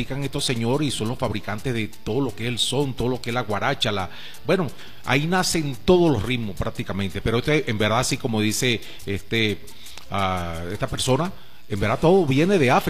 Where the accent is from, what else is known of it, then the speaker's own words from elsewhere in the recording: Caracas, Capital District, Venezuela; born there; Bueno, yo soy nacido en la parroquia salsera de Venezuela, en Caracas, en el 23 de enero.